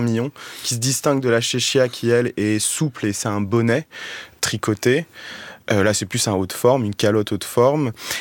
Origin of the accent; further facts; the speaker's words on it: Tunisia; j'ai beaucoup travaillé sur la Tunisie, je suis tunisien